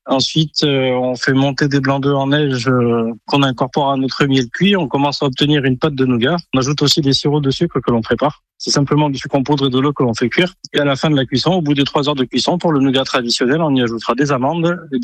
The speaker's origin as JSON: {"language": "French", "town": "Montélimar", "region": "Auvergne-Rhône-Alpes", "country": "France", "tie": "born there", "said": "Je suis né à Montélimar comme ma grand-mère et ma maman"}